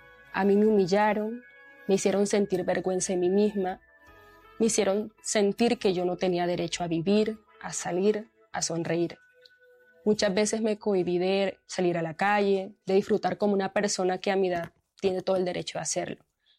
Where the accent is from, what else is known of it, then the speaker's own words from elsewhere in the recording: Agustín Codazzi, Cesar, Colombia; Yo soy una pelada de 24 años. Nací en Codazzi, en el Cesar, y hasta fui reina del carnaval de mi pueblo, pa' que vea.